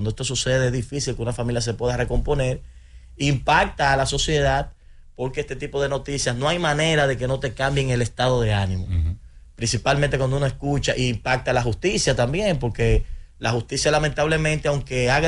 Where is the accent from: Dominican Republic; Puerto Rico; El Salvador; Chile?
Dominican Republic; como dominicanos, como padres también, soy padre de dos hembras